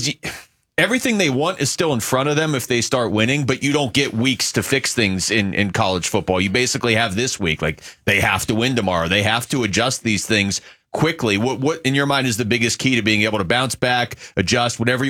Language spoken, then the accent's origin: English; Seattle, Washington, United States; moved away; I'm actually from Seattle.